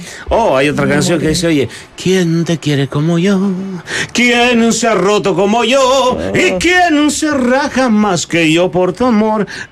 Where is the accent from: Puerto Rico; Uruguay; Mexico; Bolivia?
Bolivia; Nosotros venimos del corazón de Bolivia.